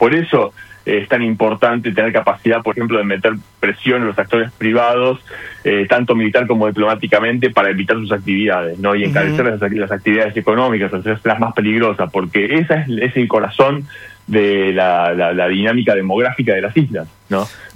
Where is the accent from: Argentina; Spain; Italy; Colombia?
Argentina; porque soy argentino